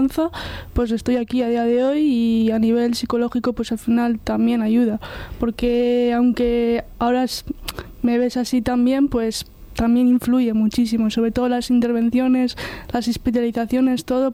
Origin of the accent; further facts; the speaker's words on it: Basque Country, Spain; Me hicieron primeras intervenciones en Madrid y luego ya, pues, como soy el País Vasco, pues me llevan en cruces.